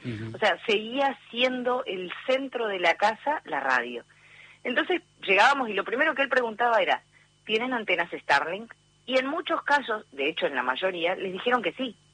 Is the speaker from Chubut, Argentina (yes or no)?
yes; Trelew, Chubut, Argentina; born there; Trelew, Chubut, nací yo.